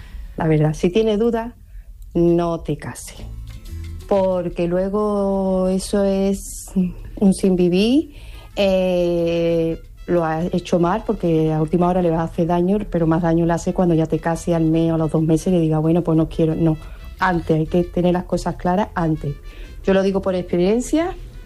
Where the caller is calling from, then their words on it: Seville, Andalusia, Spain; de Sevilla.